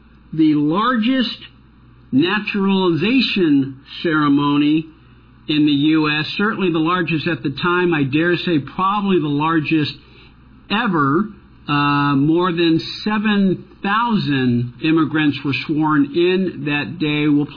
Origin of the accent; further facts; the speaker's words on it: New York City, New York, United States; I know you don't have to be a Knicks fan to experience the point of pride of being a New Yorker at this moment